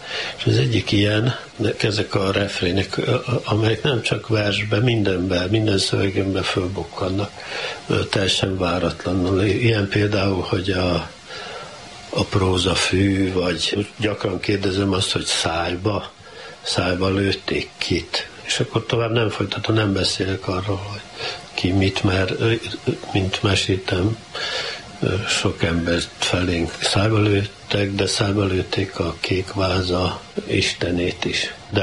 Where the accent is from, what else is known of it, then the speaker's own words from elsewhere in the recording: Kanjiža, Vojvodina, Serbia; én a Kanizsán a Jézus szíve szobor, illetve a szindikátus otthon, illetve a könyvtár és színház épület melletti lévő lovasházban, úgynevezett lovasházban, mert az ajtó fölött gipsz lófejek voltak, születtem 1940-ben.